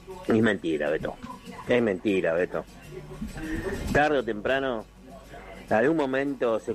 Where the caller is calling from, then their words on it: Lugano, Buenos Aires, Argentina; de Lugano.